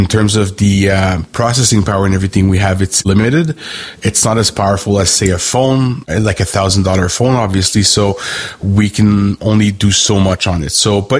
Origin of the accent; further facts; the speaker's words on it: Canada; because I am a Canadian. So for my fellow Canadian